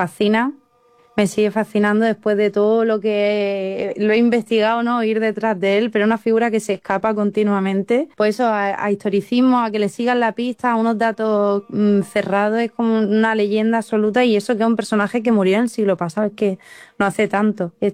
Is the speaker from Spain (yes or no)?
yes; Granada, Andalusia, Spain; now in Madrid, Spain; Yo soy una directora de Granada, afincada ahora en Madrid. Estudiaba en Barcelona, estudié en Donosti también